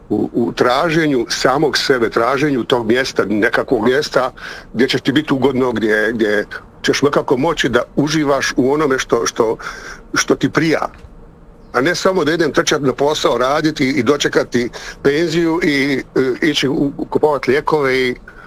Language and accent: Bosnian; Sarajevo, Sarajevo Canton, Bosnia & Herzegovina; Iz Sarajeva sam.